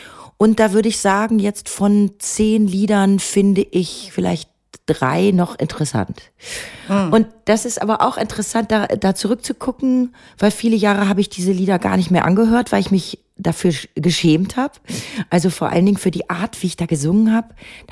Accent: Bad Salzuflen, North Rhine-Westphalia, Germany

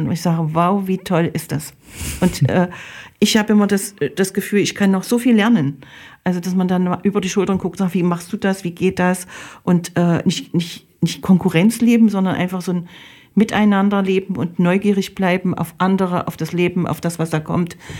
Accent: Germany; Also ich bin in der DDR groß geworden

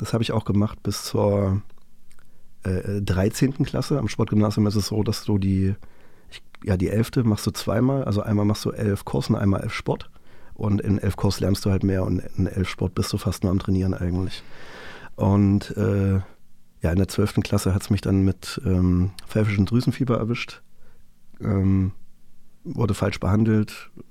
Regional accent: Ilmenau, Thuringia, Germany; ich musste zurück nach Ilmenau, wo ich herkomme.

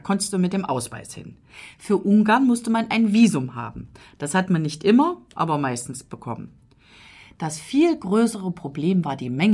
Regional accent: East Germany, Germany

